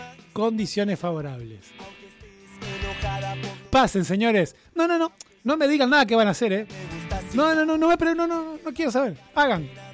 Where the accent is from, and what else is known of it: Uruguay